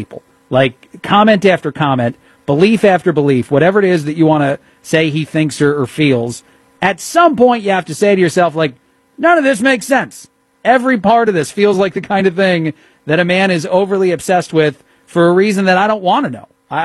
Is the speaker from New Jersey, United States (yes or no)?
yes; New Jersey, United States; I'm someone who was born and raised on the East Coast in Jersey